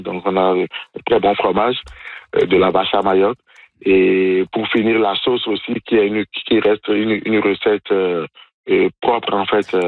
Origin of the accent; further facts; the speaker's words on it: Benin; faire venir des travailleurs étrangers de mon pays d'origine, du Bénin, oui.